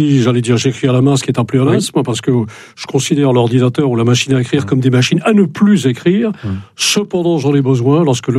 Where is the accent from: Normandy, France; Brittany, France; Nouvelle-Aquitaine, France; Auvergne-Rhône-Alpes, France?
Brittany, France; Quand on est breton, quand on aime la Bretagne, c'est une poésie permanente comme ça qu'on a au cœur, qu'on a qu'on a dans le sang